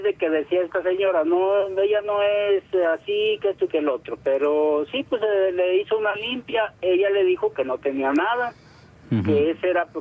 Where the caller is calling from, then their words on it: León, Guanajuato, Mexico; De aquí, de León.